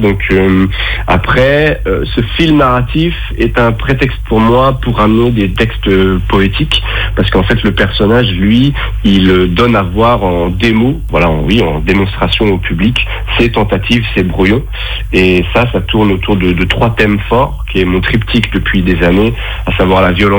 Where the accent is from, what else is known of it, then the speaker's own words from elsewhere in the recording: Le Mans, Pays de la Loire, France; Moi, je viens vraiment des scènes ouvertes que j'ai découvert en 2009 chez moi en Sarthe, au Mans.